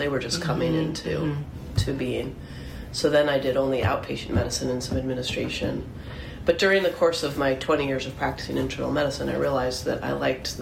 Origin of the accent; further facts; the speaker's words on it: Elmira, New York, United States; I'm a local from Elmira.